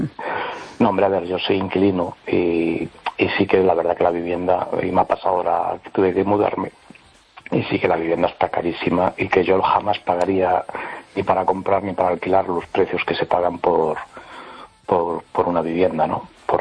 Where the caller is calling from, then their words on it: A Coruña, Galicia, Spain; de Coruña.